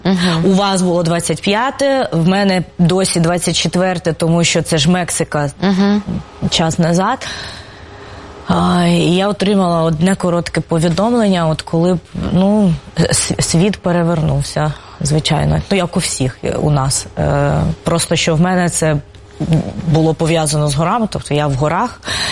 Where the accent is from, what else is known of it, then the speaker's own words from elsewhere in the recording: Cherkasy, Cherkasy Oblast, Ukraine; Так, це моє рідне місто.